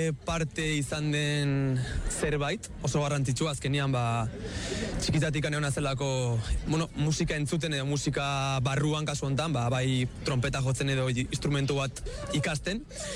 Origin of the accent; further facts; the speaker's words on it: Oiartzun, Basque Country, Spain; txikitan hasi nintzen ba herriko musika eskolan, Oiartzungo musika eskolan